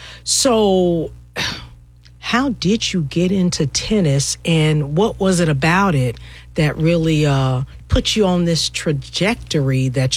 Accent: Alabama, United States; born there; also born or lived in Bay Area, Northern California; now in Jacksonville, United States; my little hometown that I grew up in Alabama.

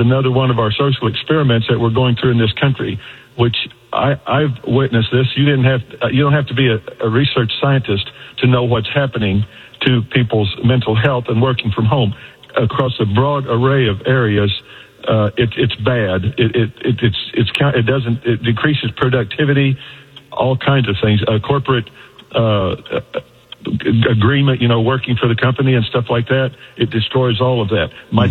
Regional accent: Bartlesville, Oklahoma, United States; born or raised there

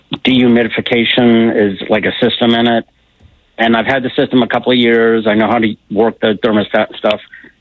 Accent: Sharpsburg, Georgia, United States; Well, neither do I, because I'm from Sharpsburg, Georgia.

